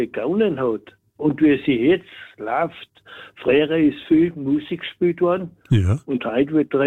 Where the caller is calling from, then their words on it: Radmer, Styria, Austria; aus Radmer, ein langjähriger Hörer